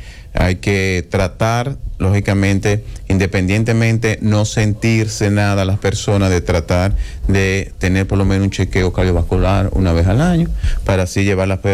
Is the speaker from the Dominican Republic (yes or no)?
yes; Dominican Republic; debemos nosotros como dominicanos